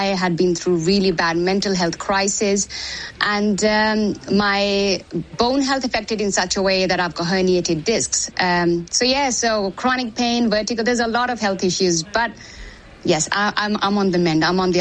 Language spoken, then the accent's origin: English; India; English is a second language; So I was born and raised in India, and I'm 45, but I'm talking about in 90s when there was no conversation around it.